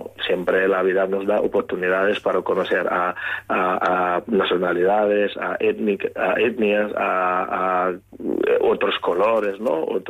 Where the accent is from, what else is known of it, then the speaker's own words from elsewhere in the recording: Senegal; now in Carballo, Spain; nosotros como senegaleses gallegos o como senegaleses de Carballo